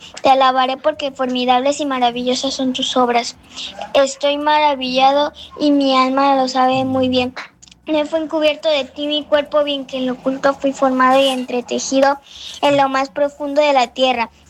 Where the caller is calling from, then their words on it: Veracruz, Mexico; soy de Veracruz, México.